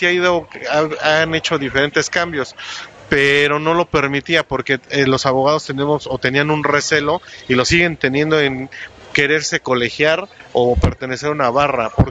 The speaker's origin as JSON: {"language": "Spanish", "region": "State of Mexico", "country": "Mexico", "said": "yo soy del Estado de México."}